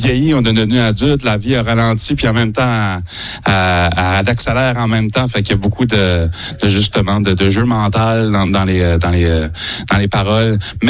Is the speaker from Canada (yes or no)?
yes; New Brunswick, Canada; accent: Acadian; Ben, B-A-I-E, nous autres, on vient de la baie des Chaleurs, fait que ça, c'est la grande baie qui est entre nous autres et la Gaspésie au Nouveau-Brunswick.